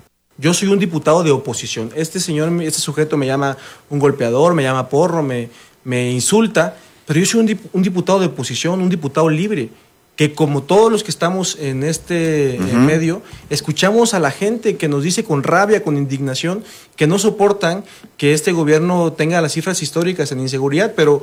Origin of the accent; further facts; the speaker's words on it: Mexico; somos los mexicanos el país en donde la principal causa de muerte en jóvenes es el asesinato